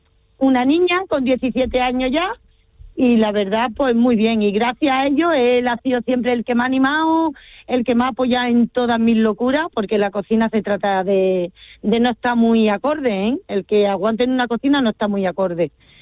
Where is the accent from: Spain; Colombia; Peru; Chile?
Spain; Málaga, Andalusia; moved away as an adult; now in Talavera de la Reina, Spain; de mi tierra, que no la puedo olvidar, claro, de mi Málaga natal no la puedo olvidar.